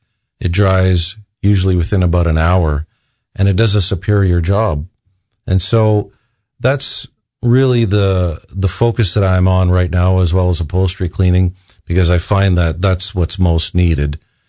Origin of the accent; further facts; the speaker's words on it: Ste. Rose du Lac, Manitoba, Canada; I was born and raised in St. Rose du Lac, Manitoba, and growing up, I worked with my dad … we cleaned.